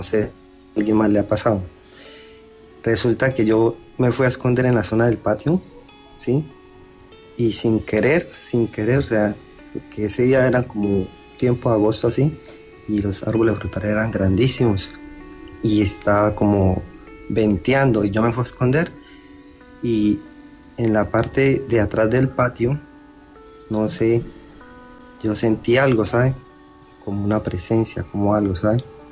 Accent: Cúcuta, Norte de Santander, Colombia; born there

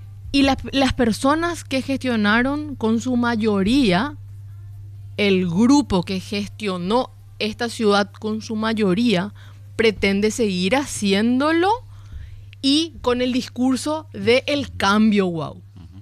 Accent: Asunción, Paraguay; yo soy asuncena y pago impuestos

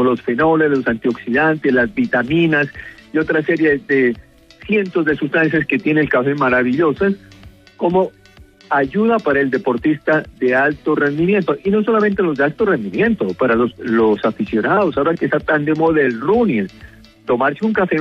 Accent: Colombia

